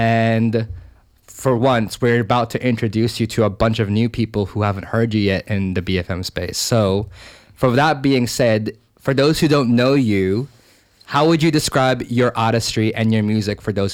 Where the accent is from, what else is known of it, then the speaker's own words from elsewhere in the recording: Philippines; I'm Filipino as well.